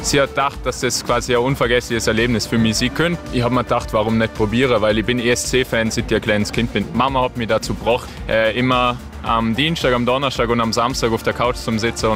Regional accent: Vorarlberg, Austria; moved away as an adult; now in Vienna, Austria; Ich komme ursprünglich aus Dormien, bin jetzt mittlerweile seit fast 2 Jahren in Wien, weil ich da am Studieren bin

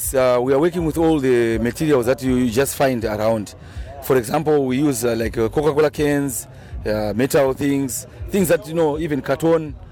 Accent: Zimbabwe; I come from Zimbabwe and I'm an artist.

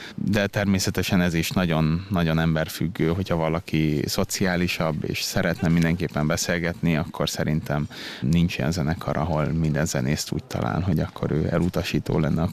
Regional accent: Sopron, Győr-Moson-Sopron, Hungary; also born or lived in Budapest / Páty / Milan; now in Vienna, Austria; Én Budapesten születtem, és onnan igazából félig Pátyon, félig pedig Bécsben éltünk, majd a családom végül Sopronban telepedett le. Ott is nőttem föl.

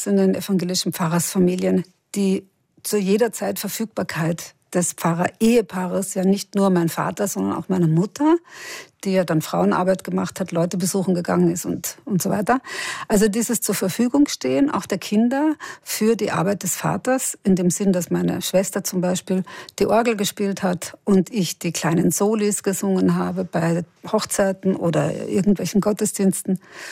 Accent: Austria; also born or lived in Germany; ich bin ein Kind, das in Deutschland geboren wurde und einen deutschen Reisepass hat, was ein großes Privileg in dieser Welt ist, wie wir wissen. Aber ich bin natürlich in Österreich aufgewachsen und ich bin natürlich eine österreichische Journalistin

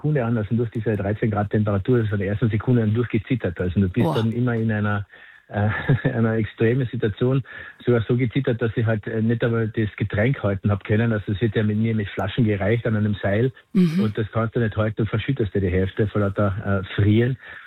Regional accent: Klagenfurt, Carinthia, Austria; für mich als Klagenfurter noch dazu

